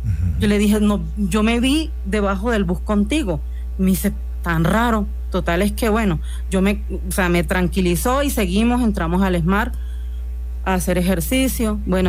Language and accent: Spanish; Caribbean Region, Colombia; Yo no sabía, porque yo soy costeña, yo no, ni idea.